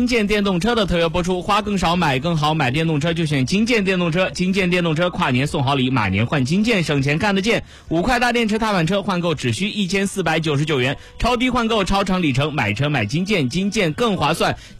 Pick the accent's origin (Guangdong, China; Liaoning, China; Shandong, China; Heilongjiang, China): Shandong, China; 丢我山东人，你丢…的家乡人，